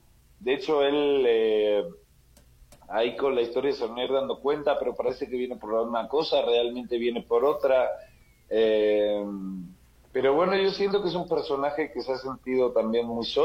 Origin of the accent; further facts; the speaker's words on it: Madrid, Community of Madrid, Spain; now in Mexico; Yo soy español